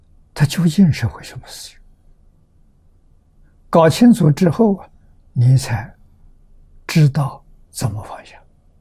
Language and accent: Chinese; China; 我们中国人讲妄心、杂念、妄想